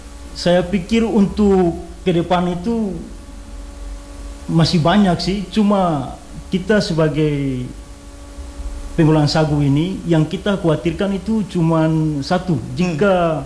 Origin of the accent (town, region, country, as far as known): Indonesia